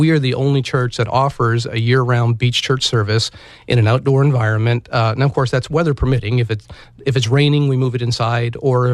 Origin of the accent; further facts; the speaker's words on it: Canada; now in Wilmington area, North Carolina, United States; I'm originally from Canada